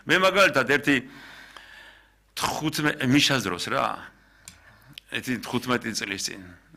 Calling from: Mtskheta-Mtianeti, Georgia; ეხა მე ხევსური ვარ

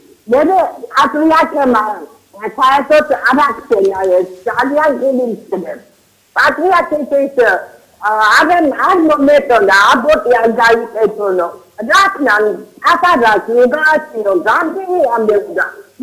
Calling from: Abkhazia, Georgia; აფხაზეთიდან ვარ, სვადასოლის აფხაზეთიდან.

